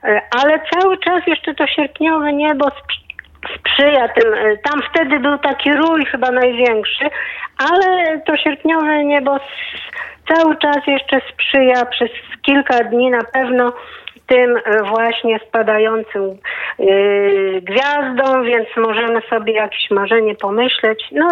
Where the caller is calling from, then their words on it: Warsaw, Masovian Voivodeship, Poland; z Warszawy